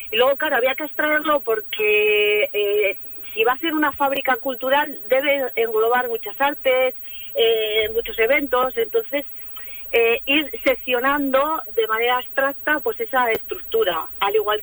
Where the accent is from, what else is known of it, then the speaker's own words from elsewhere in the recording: El Entrego, Asturias, Spain; Soy del Entrego, pero es un paisaje, los Talleres del Conde es un paisaje que llevo viendo toda la vida.